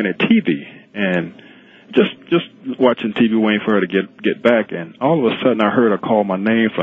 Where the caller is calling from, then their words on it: Georgia, United States; from Georgia.